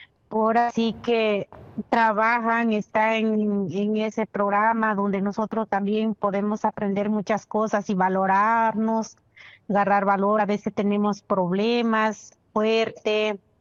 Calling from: Oaxaca, Mexico; Le llamo de acá del estado de Oaxaca.

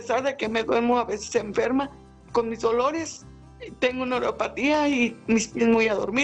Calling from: Zacapu, Michoacán, Mexico; De Zacapu, Michoacán

